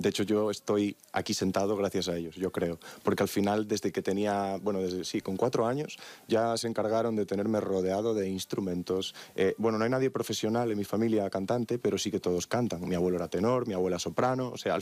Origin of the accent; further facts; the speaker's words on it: Galicia, Spain; Y Galicia, pues es mi casa y mi lugar de descanso. Que además me costó bastante ser profeta en mi tierra.